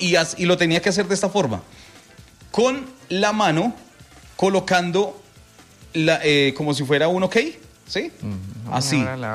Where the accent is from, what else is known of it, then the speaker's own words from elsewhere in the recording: Tolima, Colombia; mi papá y mi mamá son de sangre boyacense. O sea, yo soy del Tolima, pero tengo sangre de Boyacá también.